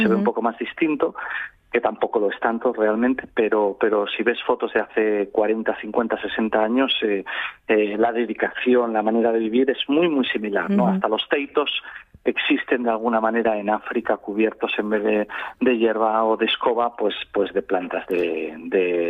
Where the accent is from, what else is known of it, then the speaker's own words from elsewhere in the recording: Spain; A mí me ha tocado sufrirlo como trabajador español del mundo de la cultura en el norte de Europa, simplemente por hablar en español y tener la piel un poco más oscura que otros europeos